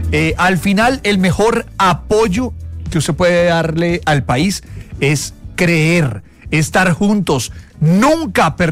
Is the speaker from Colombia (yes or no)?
yes; Colombia; esos atributos que nosotros tenemos como colombianos